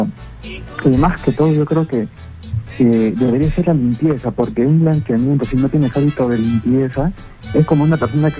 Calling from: Trujillo, La Libertad, Peru; de Trujillo.

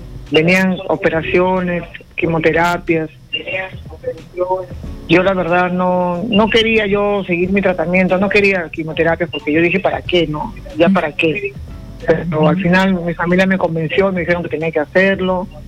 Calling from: San Juan de Lurigancho, Lima, Peru; San Juan de Lurigancho.

